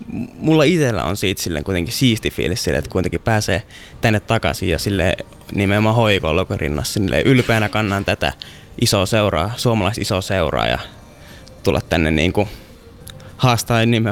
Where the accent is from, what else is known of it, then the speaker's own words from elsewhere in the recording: Rovaniemi, Lapland, Finland; moved away; also born or lived in Espoo; Tämä on mun kotikaupunki kuitenkin ja just niin kuin sanoin, täällä aloittanut silloin futiksen aikoina ja pelannut täällä paljon pelejä